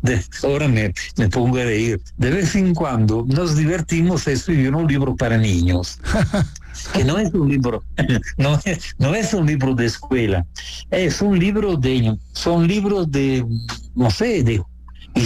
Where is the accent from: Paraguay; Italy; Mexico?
Italy; Spanish is a second language; pero yo soy italiano y te pido de perdonarme.